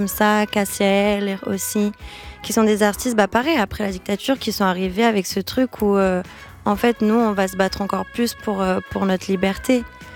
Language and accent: French; Brazil; now in France; Et pour moi, c'est important, moi en tant que Brésilienne en France, de pouvoir aussi les mettre en avant.